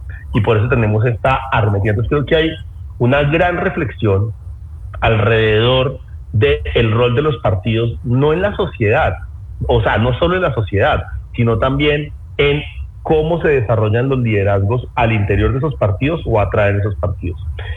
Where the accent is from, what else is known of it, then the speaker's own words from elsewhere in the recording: Pereira, Risaralda, Colombia; eso dice mucho de lo que somos los pereiranos